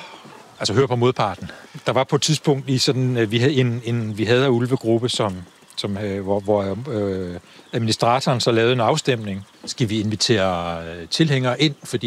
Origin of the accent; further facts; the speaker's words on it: North Denmark Region, Denmark; also born or lived in south of Aarhus; now in Copenhagen, Denmark; Jeg er vokset op i Himmerland. Og har boet syd i en lille landsby syd for Aarhus, og nu bor jeg så i midten af København.